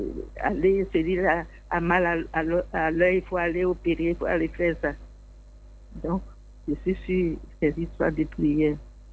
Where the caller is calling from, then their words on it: Côte d’Ivoire; Sur la route de Bassam, là, Meko, un nouveau quartier.